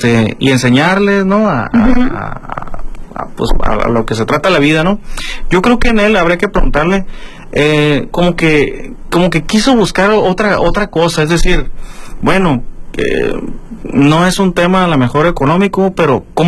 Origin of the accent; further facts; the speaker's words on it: La Paz, Baja California Sur, Mexico; Pues hasta aquí en toda la ciudad de La Paz, ¿no? Porque aquí es mi tierra, es donde yo nací, es donde pues yo creo que aquí me voy a morir